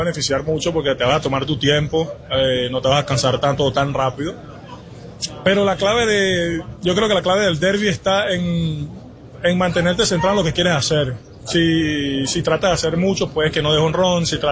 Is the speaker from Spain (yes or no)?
no; Venezuela; Soy un venezolano, me duele mi país.